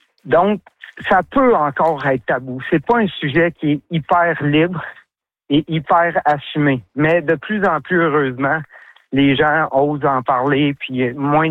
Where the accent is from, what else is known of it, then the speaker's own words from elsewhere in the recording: Oka, Quebec, Canada; Puis le parc d'Oka, moi, je suis un natif d'Oka, j'ai grandi ici.